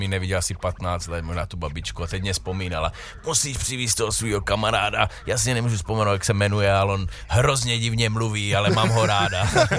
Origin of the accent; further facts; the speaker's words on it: Canada; also born or lived in Slovakia; Já jsem původem z Kanady, já jsem se narodil v Kanadě. Aha. Takže Kanaďan, takový mix Česko-Kanaďan, žijící nějakou dobu na Slovensku